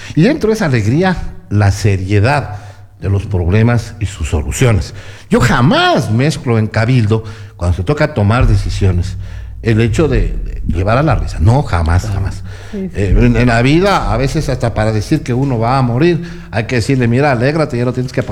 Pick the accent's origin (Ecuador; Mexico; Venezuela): Ecuador; Loja; Yo soy del sur, hermano. Soy sureño, ¿qué le pasa? Como dicen ahora los candidatos, yo soy de Los Molinos